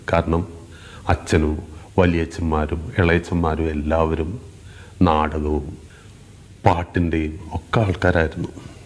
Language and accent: Malayalam; Kochi, Kerala, India; ഞാൻ ജനിച്ചു വളർന്ന കലൂര്, ഞാൻ ജനിക്കുന്ന കാലത്ത് ഏകദേശം ഒരു ഗ്രാമപ്രദേശം തന്നെയായിരുന്നു.